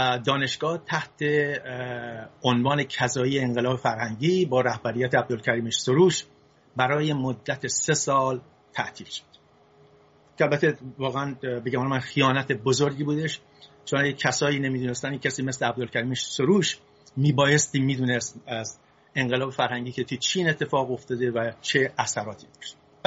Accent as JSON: {"language": "Persian", "region": "Isfahan", "country": "Iran", "tie": "born or raised there", "also_born_or_lived": "Fasa", "said": "من تو سال 1337 در شهر فحصا متولد شدم، یکی از شهرهای استان فارس. پدرم کارمند بانک بود و بعد از یکی دو سالم شد رفت تهران."}